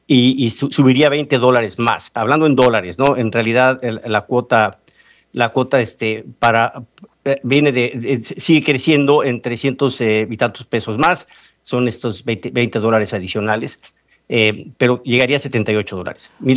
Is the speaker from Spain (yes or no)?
no; Mexico